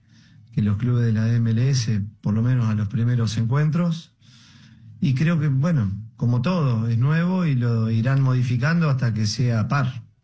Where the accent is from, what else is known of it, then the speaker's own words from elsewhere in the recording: Argentina; moved away; soy argentino